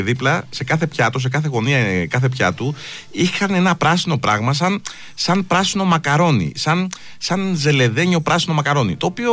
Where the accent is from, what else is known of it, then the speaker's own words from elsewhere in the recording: Aigio, West Greece, Greece; Στο χωριό μου, στο Αίγιο.